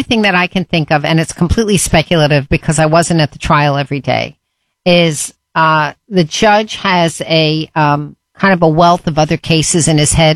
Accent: Long Island, New York, United States; Because I grew up on Long Island

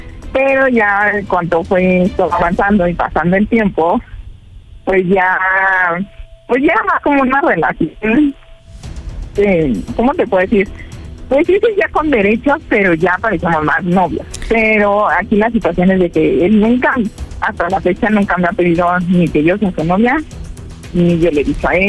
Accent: Mexico City, Mexico; now in Mérida, Mexico

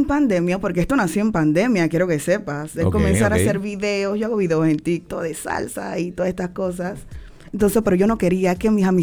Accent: Panama City, Panamá, Panama; born there; Yo soy del área de Caledonia. De Caledonia. Nací en San Miguel.

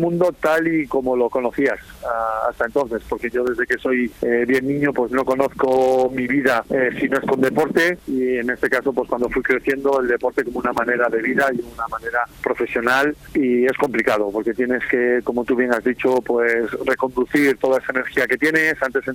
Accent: Los Corrales de Buelna, Cantabria, Spain; also born or lived in Torrelavega; Sí, eso es. Nací en Torrelavega. ¿Mm? Y rápidamente fui a los Corrales de Buelna, cuna del balonmano también.

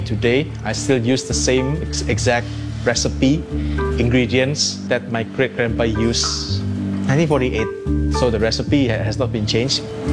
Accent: Surabaya, East Java, Indonesia; This is one of the mall in Surabaya, my hometown.

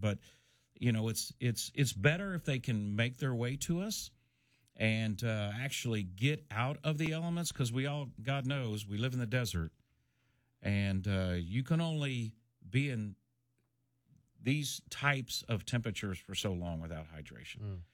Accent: Indiana, United States; moved away as an adult; You know, I moved here from Indiana to be a part of this work

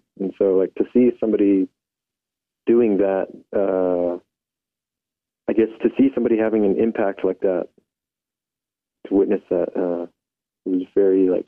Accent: Window Rock, Arizona, United States; born or raised there

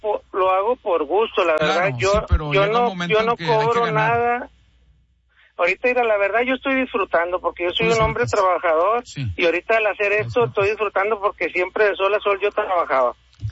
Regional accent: Juárez, Nuevo León, Mexico; No, es que yo soy de Juárez, 100% tamalero, ya te la sabes.

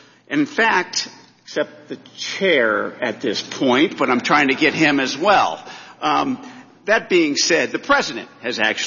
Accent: Carmel Valley, California, United States; Look, as you heard, I hail from Carmel Valley, the place I grew up. Place my Italian immigrant grandfather settled, thank God.

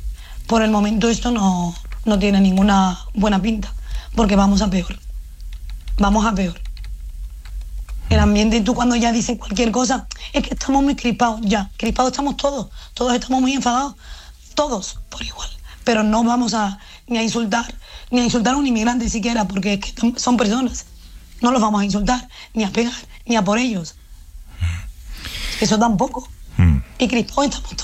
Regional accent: Ceuta, Spain; Los vecinos de Ceuta, como están acostumbrados a esto, sí que es verdad que no lo saben perfectamente. Somos iguales. Esta tierra nos duele a todos los ceutíes.

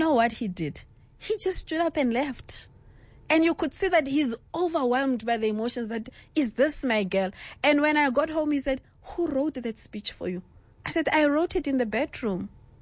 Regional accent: Kimberley, Northern Cape, South Africa; also born or lived in Pampierstad; I was born in Pampierstad. I was born in Pampierstad. And then when my mom died, I went to Kimberley. Then I stayed with my dad and my stepmother.

